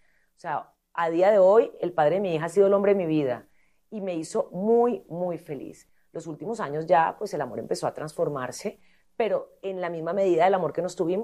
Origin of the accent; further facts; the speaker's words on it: Colombia; now in Spain; No, yo me siento colombiana y española también. Ya en este momento llevo más tiempo viviendo en España